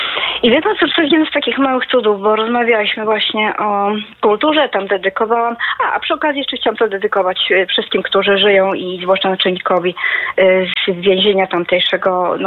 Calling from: Wrocław, Lower Silesian Voivodeship, Poland; Dzień dobry, ja z Wrocławia, a nie podaję nigdy imienia

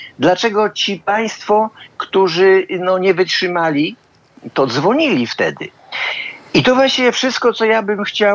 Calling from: Łódź, Łódź Voivodeship, Poland; Ja jestem zasiedziałym łodzianinem

